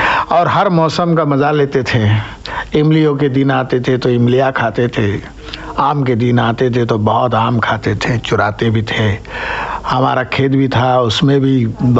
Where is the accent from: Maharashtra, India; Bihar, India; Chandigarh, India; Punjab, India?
Maharashtra, India; Ahmednagar; अहमदनगर में ही मेरी पढ़ाई हुई, स्कूल की, कॉलेज की, वहीं मैंने थिएटर किया, एक्टिंग की। मेरे गांव में पानी कम है लेकिन मेरा गांव छोटा है